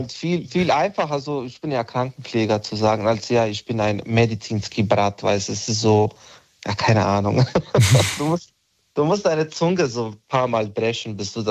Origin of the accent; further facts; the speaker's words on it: Bosnia & Herzegovina; first language Bosnian; German is a second language; moved away as an adult; now in Germany; Ja, ich bin aus Bosnien, in Bosnien geboren, aufgewachsen, bis 17. Lebensjahr in Bosnien gelebt.